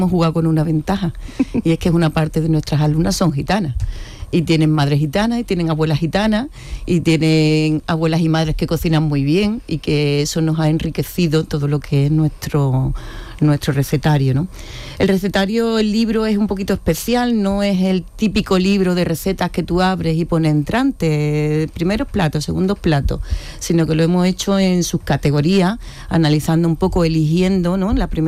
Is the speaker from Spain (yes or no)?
yes; Córdoba, Andalusia, Spain; now in Jerez de la Frontera, Spain; Que soy cordobesa, pero yo soy jerezana de adopción.